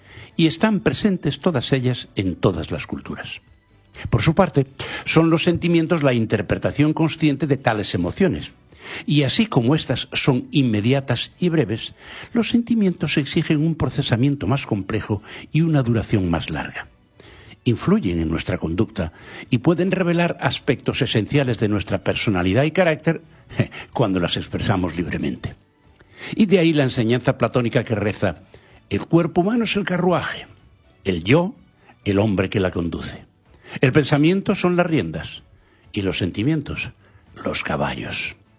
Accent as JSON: {"language": "Spanish", "region": "Galicia", "country": "Spain", "first_language": "Galician", "second_language": "Spanish", "said": "mi lengua materna, el gallego, ha definido con un precioso vocablo"}